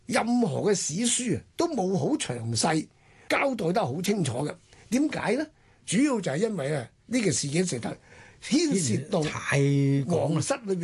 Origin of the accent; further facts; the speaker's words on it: Guangdong, China; 我哋廣東人都成日講嘅